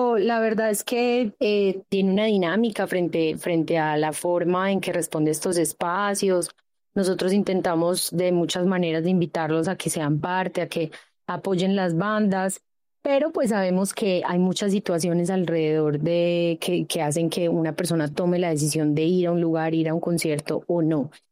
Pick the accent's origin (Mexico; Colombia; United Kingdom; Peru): Colombia; la identidad que tenemos como colombianos